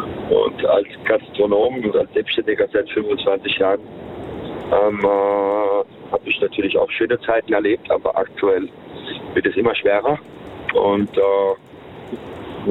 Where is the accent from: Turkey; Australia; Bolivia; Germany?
Germany; Worms, Rhineland-Palatinate; born there